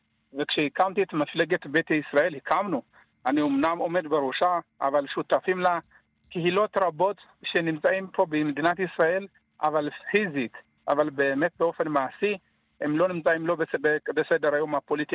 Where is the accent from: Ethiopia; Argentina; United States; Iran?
Ethiopia; now in Israel; אני בא מקהילת יהודי אתיופיה שמבחינת מאבקים, מאז שעלינו לארץ אנחנו סוחבים איתנו מאבקים חברתיים.